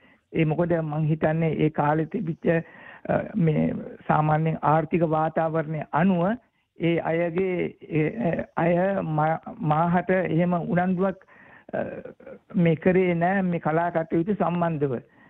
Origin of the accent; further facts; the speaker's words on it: Moratuwa, Western Province, Sri Lanka; born there; මොරටුව තමයි මම උපන් ගම.